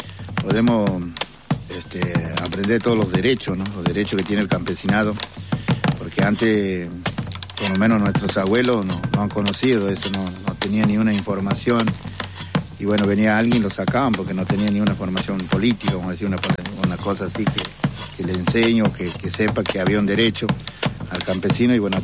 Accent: Rincón de Saladillo, Argentina; Bueno, buenas tardes … vengo del Rincón de Saladillo, la cuna de los rebeldes.

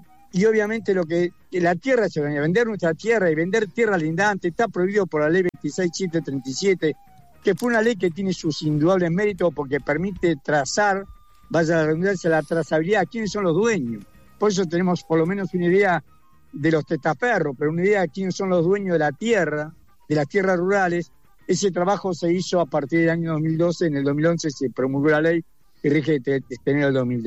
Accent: Tucumán, Argentina; Soy negro, tucumano.

